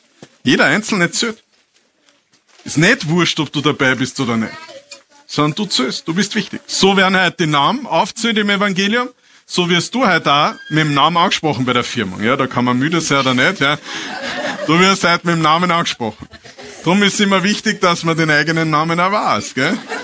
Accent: Austria; wir als Österreicher

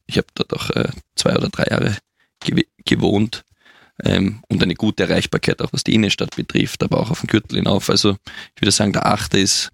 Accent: Vienna, Austria; als echter Wiener, der aufgewachsen ist, in Wien geboren und aufgewachsen ist

